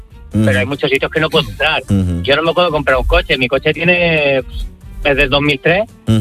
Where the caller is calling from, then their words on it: Castelldefels, Catalonia, Spain; mi pueblo, que es Castelldefels, y puedo entrar en el pueblo, en la ciudad donde trabajo, que es Badalona.